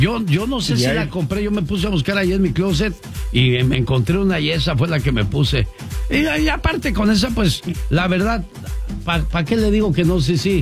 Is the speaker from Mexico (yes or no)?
yes; Mexico; Tenemos más billetes, nosotros somos puros puros mexicanos somos, billetudos.